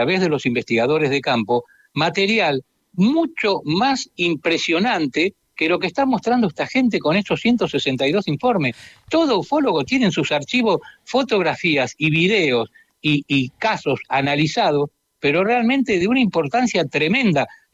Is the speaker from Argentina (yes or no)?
yes; Argentina; nosotros, por ejemplo, acá en mi país, en Argentina, tenemos piezas metálicas de un ovni